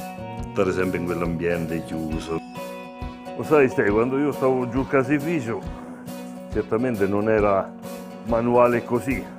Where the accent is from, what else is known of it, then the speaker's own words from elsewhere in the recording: Amatrice, Lazio, Italy; also born or lived in Rome; Io sono nato ad Amatrice, sono vissuto ad Amatrice. Giusto per una pausa che sono andato a Roma a finire gli studi superiori.